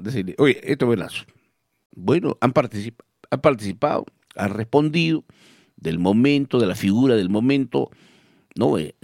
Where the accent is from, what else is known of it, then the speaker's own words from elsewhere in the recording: Villa Rica, Pasco, Peru; ¿Qué tal Villarrica? Buenos días, Villarrica. ¿Cómo amaneció mi pueblo querido de Villarrica?